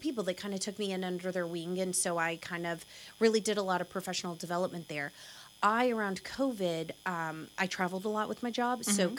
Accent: Woodford County, Kentucky, United States; So born and raised in Woodford, very close.

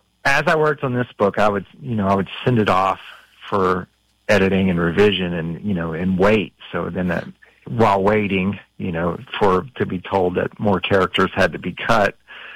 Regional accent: Kentucky, United States; And I loved growing up in Kentucky. I loved where I grew up. I also felt the need to move away.

